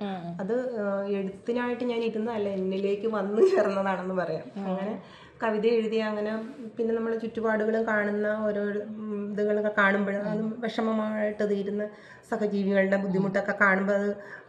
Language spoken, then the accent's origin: Malayalam; Kanjiramattom, Kerala, India; ഞാൻ ജനിച്ചതും വളർന്നതും എന്നെ കല്യാണം കഴിച്ചിരിക്കുന്നതും കാഞ്ഞിരമറ്റത്ത് തന്നെയാണ്. കാഞ്ഞിരമറ്റത്തിൽ എൻ്റെ കോട്ടയം ബോർഡറിലുള്ള അരയങ്കാവിൽ എന്നുള്ള സ്ഥലത്താണ് എൻ്റെ വീട്.